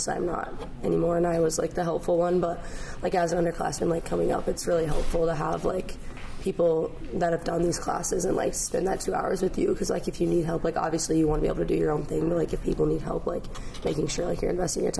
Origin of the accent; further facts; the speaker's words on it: Oklahoma, United States; moved away as an adult; now in Oshkosh, United States; I'm originally from Oklahoma